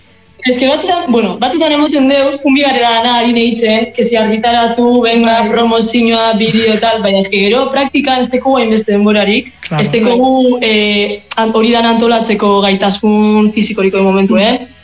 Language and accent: Basque; Gernika, Basque Country, Spain; Pues Gernikarra gara, dizok, garai baten detxo lokal bardinien egoten ginen